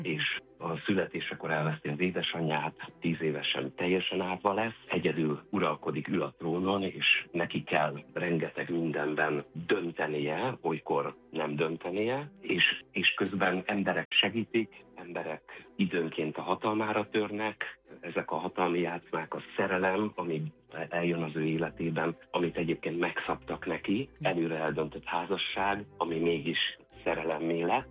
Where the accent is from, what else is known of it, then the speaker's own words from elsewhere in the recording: Hungary; és összenéztünk mi 7000 magyarok ott